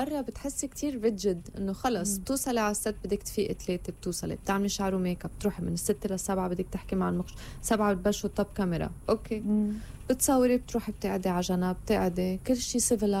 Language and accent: Arabic; Lebanon; now in Egypt; انا لما بيجي لهون بيقولوا لي انت شو احساسك كلبنانية عم تشتغلي بمصر